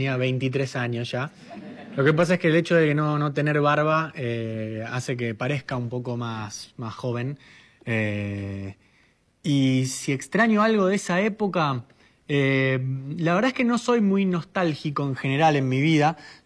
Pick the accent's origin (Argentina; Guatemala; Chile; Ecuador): Argentina; Buenos Aires; accent: Buenos Aires ye (sheísmo); first language Spanish; en Argentina, sobre todo en Buenos Aires, que es de donde soy yo, todo es con ye, es shopping, gallina, llave, lluvia.